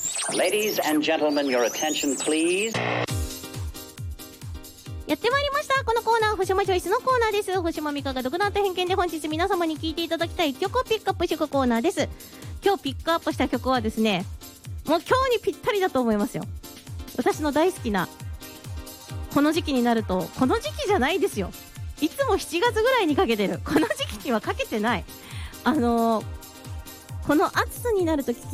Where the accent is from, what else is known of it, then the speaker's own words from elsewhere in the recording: Ishikawa, Japan; moved away; 私の実家石川県なんですけれども、家から出たら道一本挟んですぐ海なんですよ。